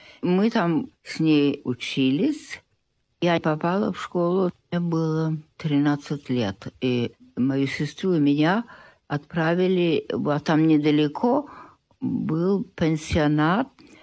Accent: Bavaria, Germany; moved away as an adult; also born or lived in Yugoslavia / Canada; я всегда... чувствовала, что я русская, но я не была никогда в России. Мы выросли там, в Германии.

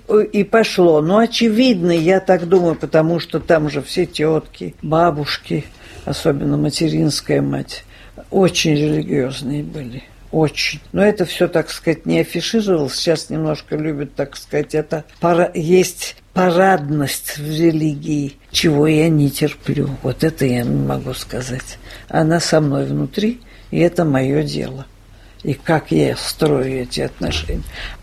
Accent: Saint Petersburg, Russia; Я родилась там, это очень интересно, потому что я родилась на Загородном, 34.

